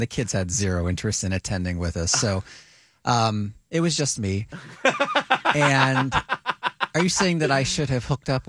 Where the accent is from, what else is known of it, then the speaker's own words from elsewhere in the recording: Millburn, New Jersey, United States; oh, I'm from Millburn Short Hills.